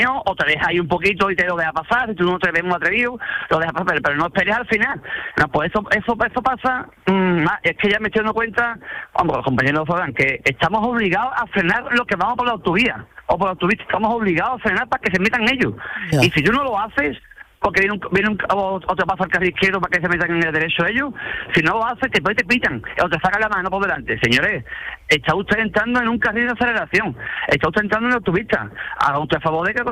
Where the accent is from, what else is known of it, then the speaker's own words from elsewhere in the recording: Jerez de la Frontera, Andalusia, Spain; Yo soy de Jerez, claro. Yo trabajo en Jerez.